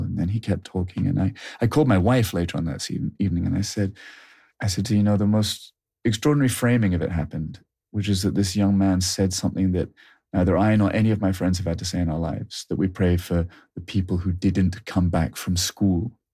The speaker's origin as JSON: {"language": "English", "country": "United Kingdom", "said": "And, you know, because I'm a Brit, I was nervous I was going to get dehydrated"}